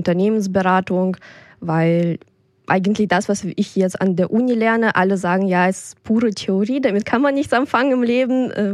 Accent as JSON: {"language": "German", "country": "Kazakhstan", "second_language": "German", "lives_now": "Rüsselsheim, Germany", "said": "Freunde finden, Sprache lernen, weil ich komme tatsächlich aus Kasachstan und da war es das erste Jahr, man muss erstmal die Grundlagen schaffen"}